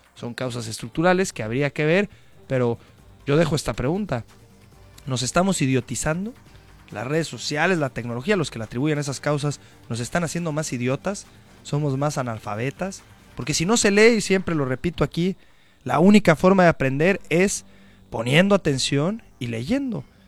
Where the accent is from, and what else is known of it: Mexico